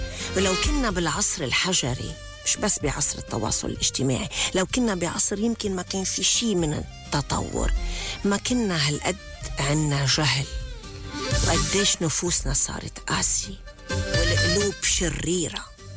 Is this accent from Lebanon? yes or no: yes; Lebanon; نحن كلبنانية كناس طيبة